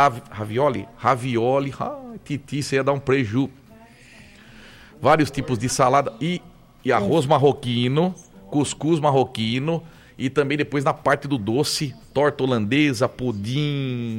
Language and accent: Portuguese; Rio Claro, São Paulo, Brazil; born there; Conterrâneo, nascemos em Rio Claro